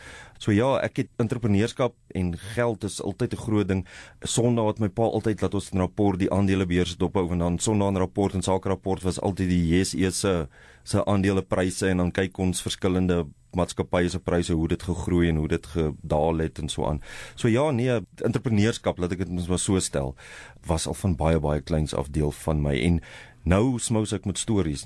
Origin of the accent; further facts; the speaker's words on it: KwaZulu-Natal, South Africa; toe ek groot geword het, ek het in KwaZulu-Natal groot geword